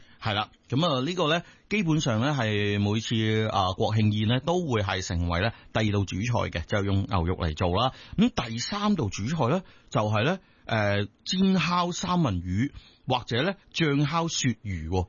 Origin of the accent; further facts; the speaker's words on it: China; 外吹内软啊，同我哋中国人嘅心一样啊